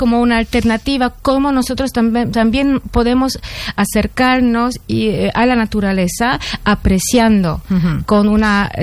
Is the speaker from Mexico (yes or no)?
no; Lower Silesian Voivodeship, Poland; Spanish is a second language; como Wrocław, que es muy precioso, es muy cerca de mi ciudad natal, no había destrucción durante la Segunda Guerra, antes pertenecía también a Alemania.